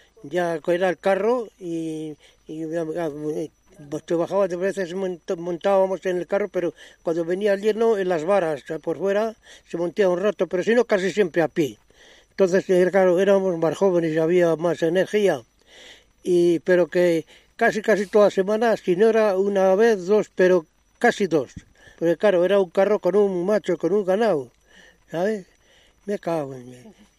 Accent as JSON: {"language": "Spanish", "town": "Peñaranda de Duero", "region": "Castile and León", "country": "Spain", "tie": "born there", "said": "Yo no sé ni dónde nací siquiera, porque nací en Peñaranda, sí, pero como los padres también cambiaban de una casa para otra, en total que no sé en qué casa nací. Porque nosotros hemos sido nueve hermanos."}